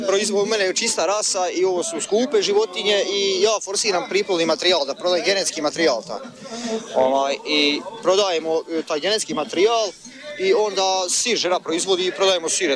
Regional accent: Sladna, Federation of Bosnia and Herzegovina, Bosnia & Herzegovina; Iz Sladnije sam ja, iz Obrbašića.

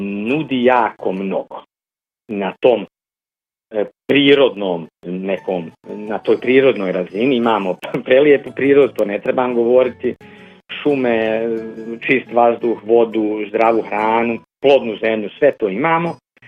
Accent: Bosnia & Herzegovina; born there; ja sam rođen ovdje, u Bosni i Hercegovini, znao sam nešto i u kulturi, naravno poznajem jezik

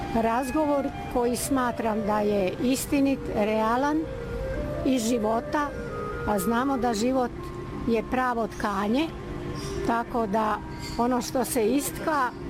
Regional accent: Banja Luka, Republika Srpska, Bosnia & Herzegovina; moved away; Ja sam iz Banja Luke otišla 1966.

